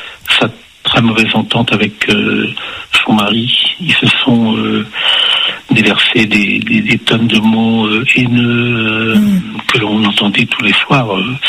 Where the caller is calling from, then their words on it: Évreux, Normandy, France; j'habite à Évreux